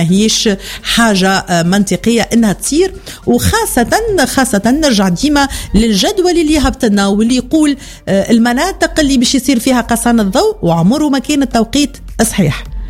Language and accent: Arabic; Tunisia